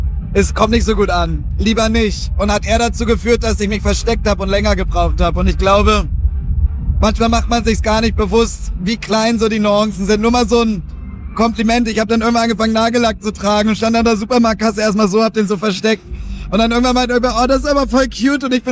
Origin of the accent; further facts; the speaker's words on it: Mecklenburg-Vorpommern, Germany; Ich bin im Dorf in MacPom aufgewachsen. Damals gab es noch kein Internet in meiner Jugend